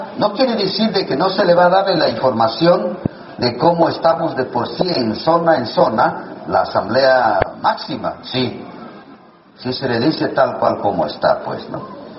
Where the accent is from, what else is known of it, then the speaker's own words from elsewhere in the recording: Chiapas, Mexico; aquí somos Celtal, Xochilto, Laval, Chol, Soque, Mame